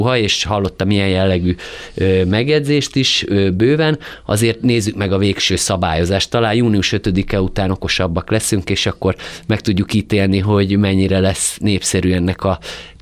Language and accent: Hungarian; Hungary; amikor megtudta, hogy magyar vagyok